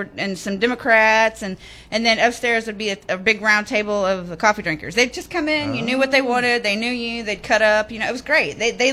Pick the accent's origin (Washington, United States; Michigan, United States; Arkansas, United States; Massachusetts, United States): Arkansas, United States; That's my stomping grounds up there